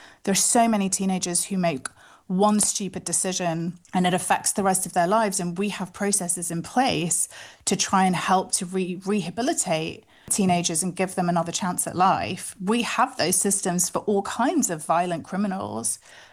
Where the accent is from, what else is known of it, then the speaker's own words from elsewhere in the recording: Manchester, North West England, United Kingdom; I have ancestry that's not English, even though I was born in Manchester, I've grown up here, I really couldn't imagine being a citizen of anywhere else. I don't have citizenship anywhere else.